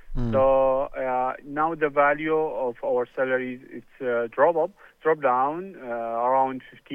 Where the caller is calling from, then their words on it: Baghdad, Baghdad Governorate, Iraq; from Baghdad.